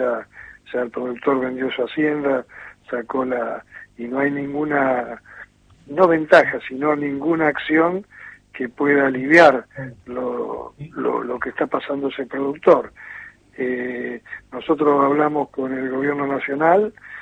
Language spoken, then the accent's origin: Spanish; Argentina; como muchos argentinos, al crédito le tenemos cierto resquemor